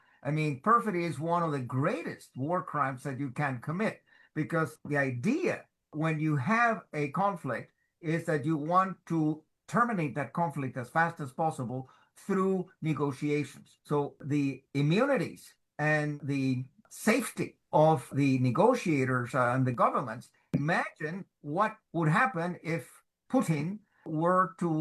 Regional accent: United States; as an American

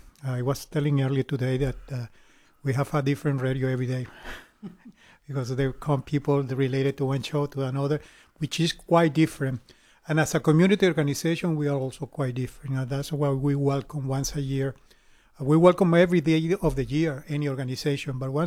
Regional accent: Venezuela; moved away as an adult; now in Austin, United States; I am originally from Venezuela, so I came here back in 2006

